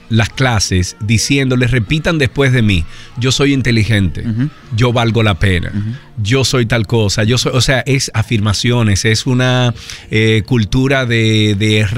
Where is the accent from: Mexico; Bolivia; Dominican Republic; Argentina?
Dominican Republic; Pero es que nosotros como dominicanos no lo tenemos en nuestro ADN.